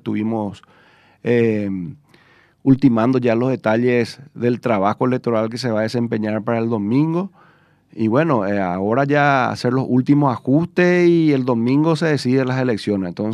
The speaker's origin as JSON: {"language": "Spanish", "town": "Pedro Juan Caballero", "region": "Amambay", "country": "Paraguay", "tie": "born or raised there", "said": "Tengo todavía mucho para servir para mi pueblo, donde yo nací, me crié, me malcrié, y quiero seguir sirviendo a toda la ciudadanía de Pedro Juan Caballero."}